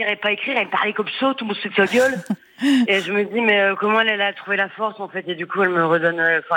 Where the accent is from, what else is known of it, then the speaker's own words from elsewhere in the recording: Hauts-de-France, France; je le fais avec l'accent, parce que moi aussi je suis du Nord.